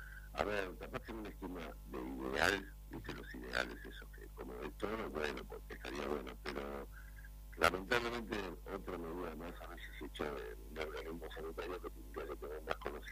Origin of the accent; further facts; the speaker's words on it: Argentina; nosotros somos argentinos apicultores